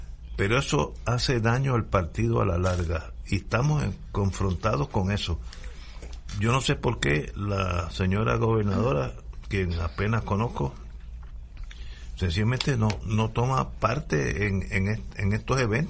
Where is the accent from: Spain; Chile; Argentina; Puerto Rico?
Puerto Rico